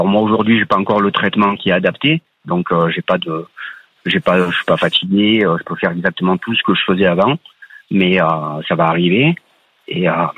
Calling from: Provence-Alpes-Côte d'Azur, France; Les Hautes-Alpes.

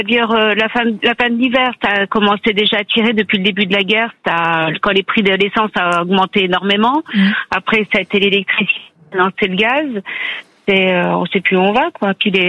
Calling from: Chambéry, Auvergne-Rhône-Alpes, France; De Chambéry, en Savoie.

